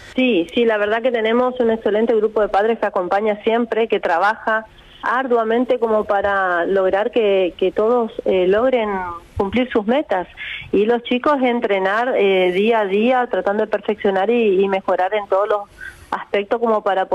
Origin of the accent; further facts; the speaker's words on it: Candelaria, Misiones, Argentina; Nosotros somos de Candelaria